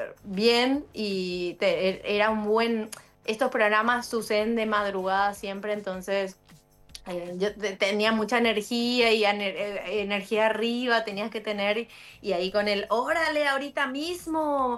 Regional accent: Paraguay; accent: Paraguayan; moved away; No, yo podía seguir con mi acento paraguayo

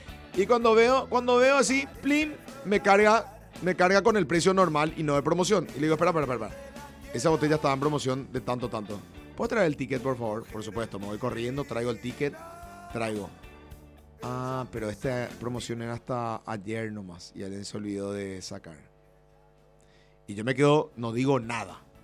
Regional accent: Paraguay; como paraguayo, entendí la situación

